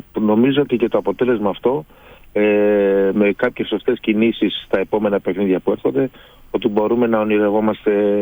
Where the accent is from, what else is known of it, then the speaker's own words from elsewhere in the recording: Greece; Σαν Έλληνες